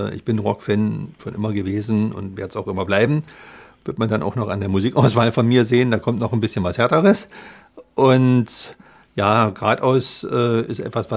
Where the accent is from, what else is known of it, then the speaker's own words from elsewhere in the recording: East Germany, Germany; ich bin ja ein Kind des Ostens und im Osten groß geworden.